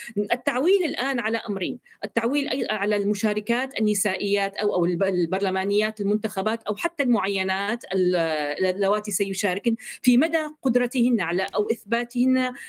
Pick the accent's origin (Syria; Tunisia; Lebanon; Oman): Syria; نحن كسوريين نستكشف بعضنا البعض